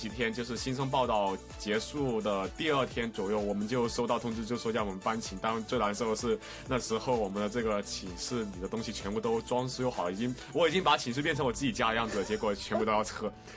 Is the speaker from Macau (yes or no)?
yes; Macau; 当时和我一起登记到这个房间的还有另一位和我同行也是来自澳门的同学，也是跟我一个专业的